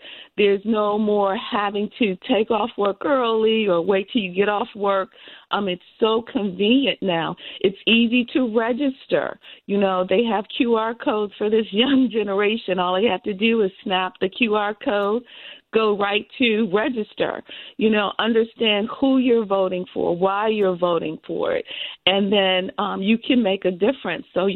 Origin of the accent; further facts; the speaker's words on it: Ohio, United States; born there; moved away; I was born in Ohio, just left Ohio.